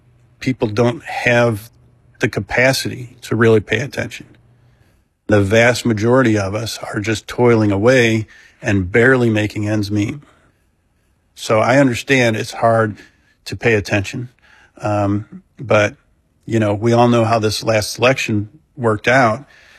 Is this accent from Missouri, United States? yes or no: no; Oak Lawn, Illinois, United States; I grew up in Oak Lawn, and my high school was a Catholic preparatory seminary on the south side of Chicago